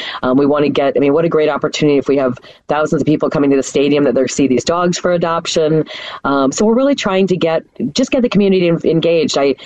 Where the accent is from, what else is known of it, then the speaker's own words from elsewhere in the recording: Chicago, Illinois, United States; I mean, I'm a Chicagoan. I love my city.